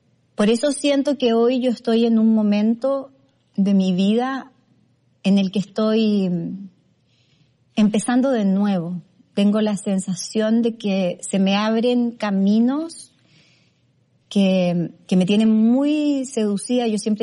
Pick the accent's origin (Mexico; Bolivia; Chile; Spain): Chile; soy chilena, antes que nada mujer, mamá de un hijo de 31 y una hija de 28